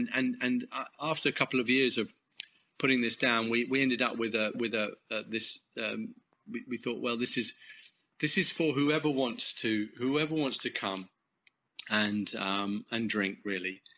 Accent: England, United Kingdom; I'm English.

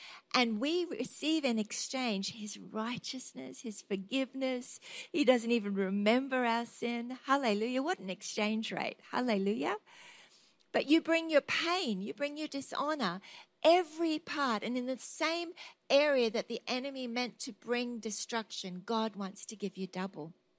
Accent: Australia; I'm an Australian, by the way.

